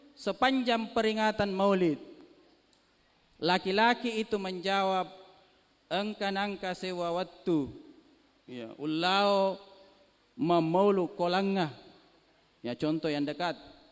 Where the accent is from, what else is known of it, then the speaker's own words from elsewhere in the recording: South Sulawesi, Indonesia; moved away; saya hari ini kembali ke kampung, pulang kampung. Tadi saya diperkenalkan ini saya orang Pindrang. Lahir di sebuah negeri yang namanya California City Punia Desa Marano Kecamatan Matirebulu